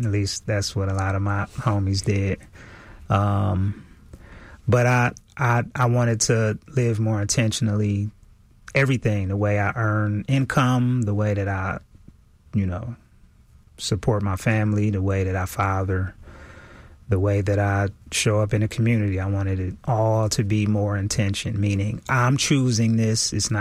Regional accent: Milwaukee, Wisconsin, United States; I was living in my hometown, Milwaukee, Wisconsin.

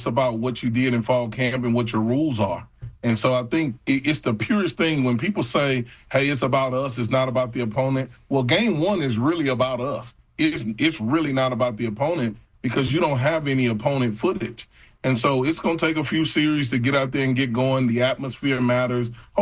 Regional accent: Houston, Texas, United States; because I'm from Houston. I've been in this state my whole life.

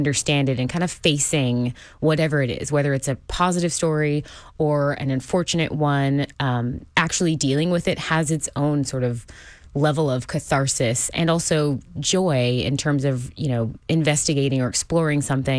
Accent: Houston, Texas, United States; moved away; I am originally from Houston

